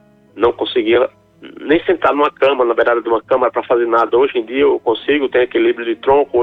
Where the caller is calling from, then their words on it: Propriá, Sergipe, Brazil; Eu falo aqui da cidade de Propriá, aqui em Sergipe.